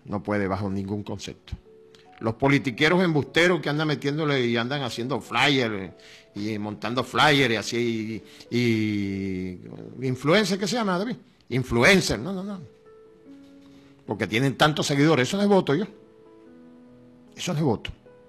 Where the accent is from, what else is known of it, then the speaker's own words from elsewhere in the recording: Venezuela; born there; en mi país, que es mi país, que es donde yo nací y donde nacimos todos los que habitamos en esta tierra. Aquí se necesita del concurso y de la participación de todos, porque todos somos venezolanos.